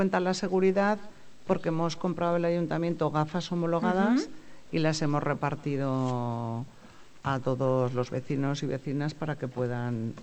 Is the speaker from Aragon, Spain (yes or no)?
yes; Aragon, Spain; Bueno, como buen pueblo aragonés, la Jota pues nos da vida